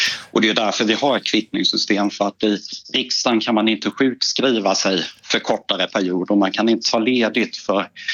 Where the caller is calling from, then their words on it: Varberg, Halland County, Sweden; Jag är själv invald från Halland och bor i Varberg.